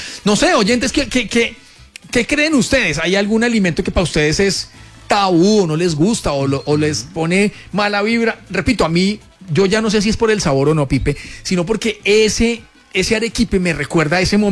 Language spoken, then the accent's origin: Spanish; Ibagué, Tolima, Colombia; also born or lived in Bogotá; Y llegué a vivir a donde un primo, yo soy de Ibagué, mi primo vivía en Bogotá, él trabajaba en Bogotá, vivía con la esposa, y llegué a vivir ahí mientras me ubicaba.